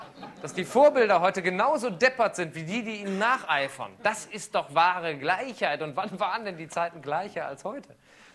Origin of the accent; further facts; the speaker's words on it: Düsseldorf, North Rhine-Westphalia, Germany; Ich komme ja aus Düsseldorf